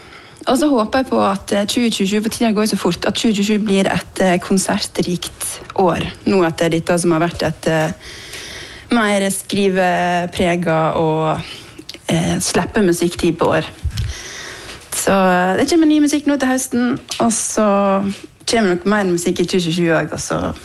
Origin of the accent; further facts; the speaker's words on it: Western Norway, Norway; moved away; jeg har vært hjemme på Vestlandet